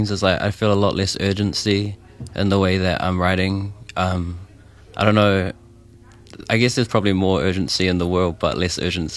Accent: Auckland, New Zealand; I whakapapa to Kaitahu, down around the South Island, but I grew up in Manurewa in South Auckland, and now I just hang out mostly central, unless I'm visiting my family back out south

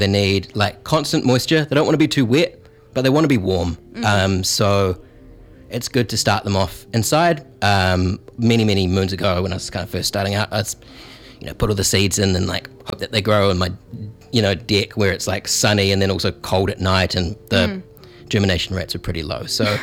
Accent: Christchurch, Canterbury, New Zealand; you know, I'm from South Island, Christchurch, and we didn't grow tomatillos.

